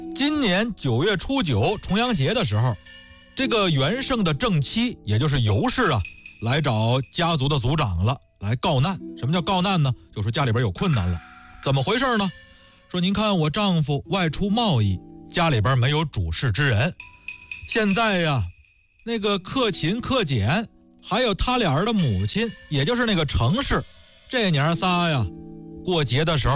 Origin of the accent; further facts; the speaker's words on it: Bohai Sea coast, China; 我们老家呢也是在渤海边上，